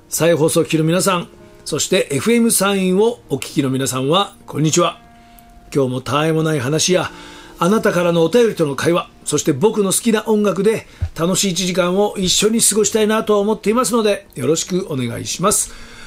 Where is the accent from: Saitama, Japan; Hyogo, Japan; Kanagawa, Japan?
Kanagawa, Japan; Hadano; now in Tokyo, Japan; やっぱり自分が生まれ育った神奈川県の秦野市を出て東京という、ね、はい、大都会にやってきて